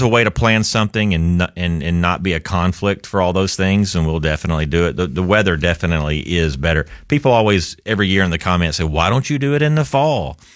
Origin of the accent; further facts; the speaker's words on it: Cullman, Alabama, United States; It's my hometown.